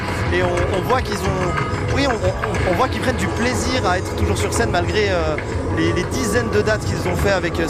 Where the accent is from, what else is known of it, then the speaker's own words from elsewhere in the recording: Fribourg, Switzerland; même si je sais qu'il est assez légendaire dans ma région, parce que je suis fribourgeois.